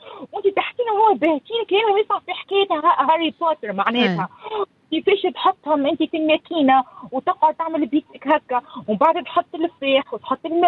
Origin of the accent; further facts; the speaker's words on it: Tunisia; moved away; انا تونسيه كل يوم عمري كامل